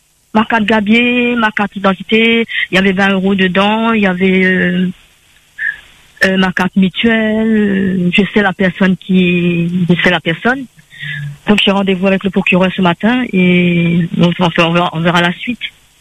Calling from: Saint-Pierre, Réunion; je suis de Saint-Pierre, résidence Fermont.

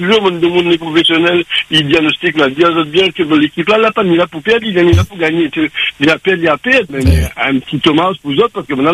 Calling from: France; moi, j'habite en France

